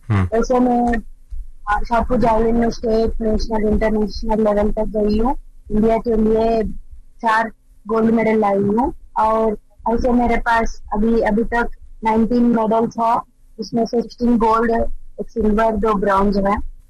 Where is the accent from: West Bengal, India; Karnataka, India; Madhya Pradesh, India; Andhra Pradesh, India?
Andhra Pradesh, India; मैं आंध्र प्रदेश से हूँ